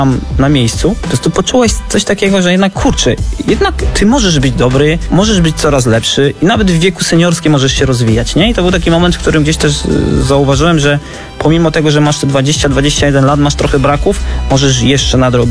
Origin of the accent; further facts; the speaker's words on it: Kraków, Lesser Poland, Poland; born there; Ja się urodziłem w Krakowie, grałem w Hutniku Kraków i zawsze grałem w drugiej lidze.